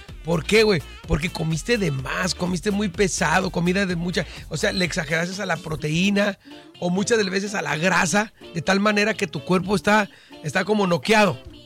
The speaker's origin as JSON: {"language": "Spanish", "country": "Mexico", "said": "para nosotros mexicanos"}